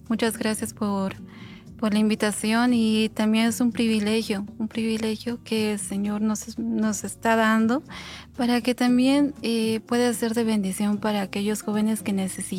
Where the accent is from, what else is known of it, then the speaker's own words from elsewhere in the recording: Oruro, Bolivia; moved away as an adult; now in Cochabamba, Bolivia; mi ciudad, Oruro, que yo no me voy a ir de aquí. Soy de Oruro, en Oruro voy a morir. Y nunca me imaginé que iba a estar aquí en la ciudad de Cochabamba.